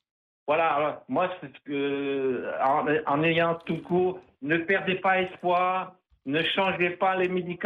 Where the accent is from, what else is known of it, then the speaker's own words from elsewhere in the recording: French Polynesia; moi j'ai grandi à Tahiti, mais je suis un Pofa.